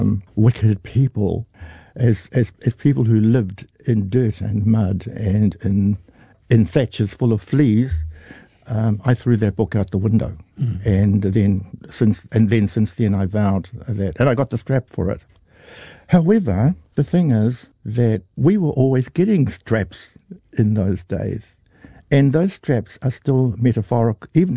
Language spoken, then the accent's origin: English; New Zealand